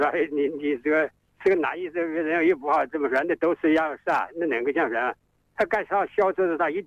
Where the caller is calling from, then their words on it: Yingcheng, Hubei, China; 我是应城阳湖。